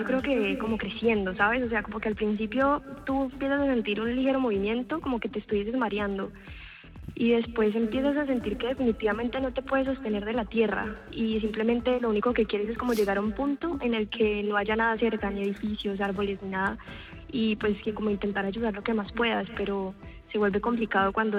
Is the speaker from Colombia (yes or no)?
yes; Pereira, Risaralda, Colombia; now in Cali, Colombia; yo soy corresponsal en Cali, pero soy pereirana. Toda mi familia está en Pereira y en Armenia, es decir, en el eje cafetero.